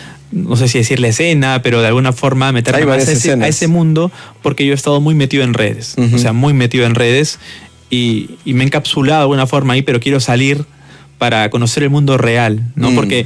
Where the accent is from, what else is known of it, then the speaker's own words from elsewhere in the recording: Trujillo, La Libertad, Peru; moved away as an adult; now in Lima, Peru; Soy de Trujillo.